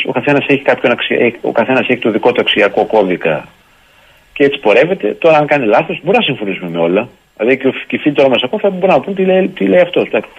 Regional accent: Tzoumerka, Epirus, Greece; λέμε στο χωριό μου, στην Ήπειρο, στα ορεινά και στα Τζουμέρκα τα ορεινά.

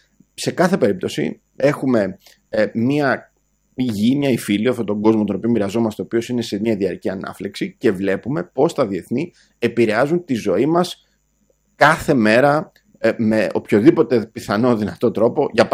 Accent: Greece; πάνω απ' όλα σαν Έλληνες στηρίζουμε την ελεύθερη ναυσιπλοεία

